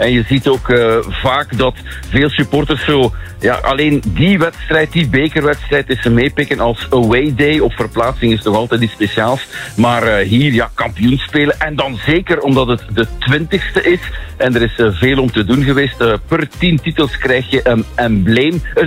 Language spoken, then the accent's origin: Dutch; Flanders, Belgium